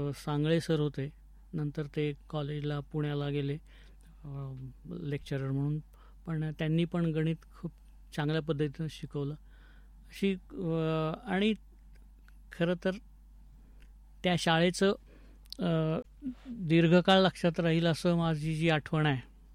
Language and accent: Marathi; Ahmednagar, Maharashtra, India; born there; also born or lived in Raver, Jalgaon district, Khandesh; मी मूळचा रावेर, जिल्हा जळगाव, खान्देशमधला। माझं बालपण 9-10 वर्षापर्यंतचं तिथे गेलं, त्यानंतर मात्र मी नगरमध्येच आलो आणि नगरमध्येच वाढलो।